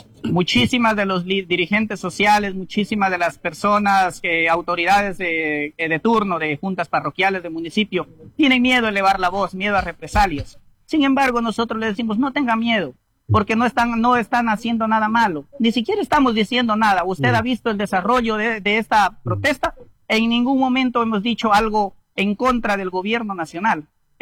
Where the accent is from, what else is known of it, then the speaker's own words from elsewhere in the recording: Zamora-Chinchipe, Ecuador; somos emprendedores, somos ciudadanos de este cantón